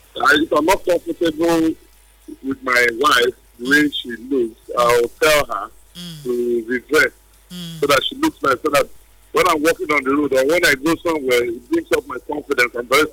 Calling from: Port Harcourt, Rivers, Nigeria; I'm calling from Port Harcourt.

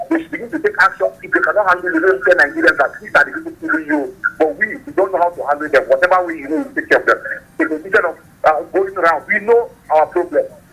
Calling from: Shanghai, China; I'm calling you from Shanghai.

